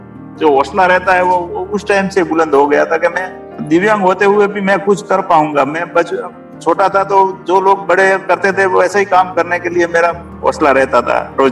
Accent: Gujarat, India; born there; also born or lived in Marwar (ancestry); ऐसे तो मैं भी मारवाड़ प्रांत से हूँ, मेरे बुजुर्ग जो लोग हैं वो मारवाड़ से आए हुए हैं यहाँ पे गुजरात में

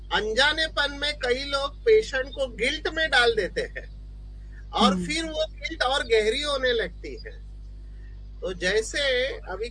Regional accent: Maharashtra, India; now in Mumbai, India; हमारे महाराष्ट्र में, अभी मैं मुंबई से हूँ

